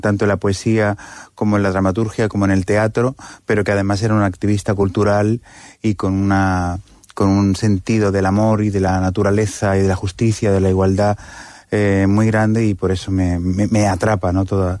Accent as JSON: {"language": "Catalan", "town": "Badalona", "region": "Catalonia", "country": "Spain", "said": "sí, soc un català de Badalona."}